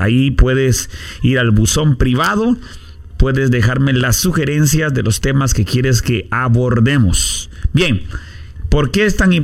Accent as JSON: {"language": "Spanish", "country": "Guatemala", "tie": "born or raised there", "also_born_or_lived": "Belize", "moved": "yes", "said": "porque soy originario de Guatemala."}